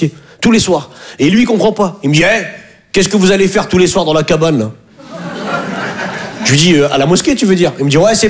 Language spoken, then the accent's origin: French; Hauts-de-France, France; now in Paris, France; C'est différent, moi je suis un ch'ti, je viens du nord de la France.